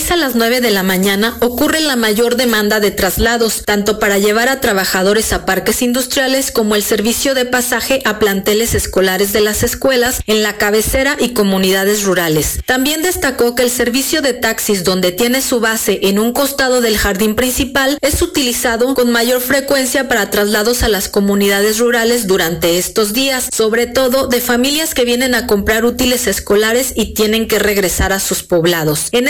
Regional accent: Mexico; además de tener una gran magia y sentirnos orgullosos como mexicanas y mexicanos

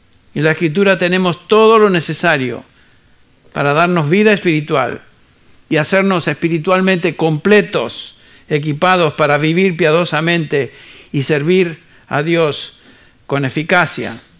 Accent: Argentina; moved away; also born or lived in Chile; allá en mi país de donde vine. Nací en otro país, pero me crié en Argentina. Nací en Chile

